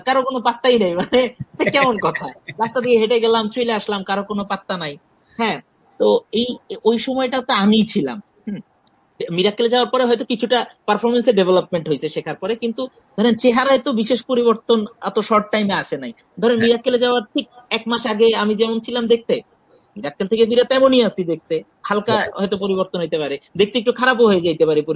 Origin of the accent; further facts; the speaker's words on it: Dhaka, Dhaka Division, Bangladesh; also born or lived in Lakshmipur; আমি আসলে ঢাকাতেই বড় হয়েছি, এবং আমার আমার জীবন যাপন, আমার চিন্তা ভাবনা, আমার কথাবার্তা, আমার জোক, আমার লেখালেখি সব জায়গায় আসলে ঢাকাটাই বেশি। আমি ঢাকার এই যানজট, যান্ত্রিকতা এগুলোর মধ্যেই বড় হয়েছি